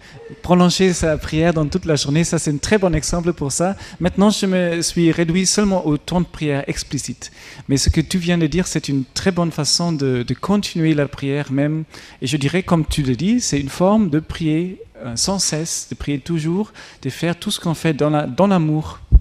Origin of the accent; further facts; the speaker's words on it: Germany; accent: German; French is a second language; D'ailleurs, pardon pour mon accent allemand, hein, j'espère que vous avez tout compris quand même. Voilà, ça fait longtemps que je n'ai pas parlé en français en fait.